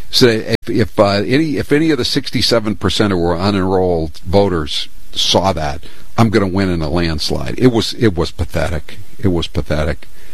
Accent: Massachusetts, United States; also born or lived in Maine; I fit all those categories except being born in Massachusetts. I was born in Maine, which is kind of like with an asterisk, by the way, because it used to be Massachusetts.

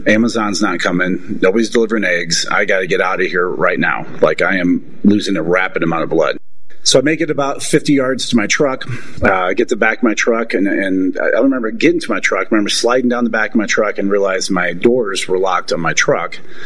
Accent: Iowa, United States; I grew up in Northeast Iowa, where wrestling is a religion.

